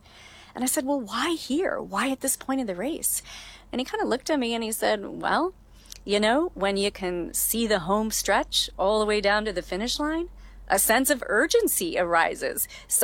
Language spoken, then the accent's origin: English; Kentucky, United States; born or raised there